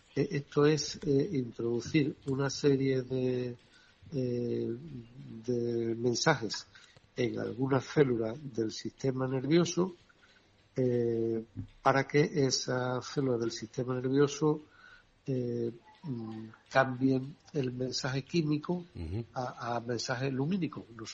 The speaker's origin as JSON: {"language": "Spanish", "country": "Spain", "said": "no somos los españoles más tontos que ellos"}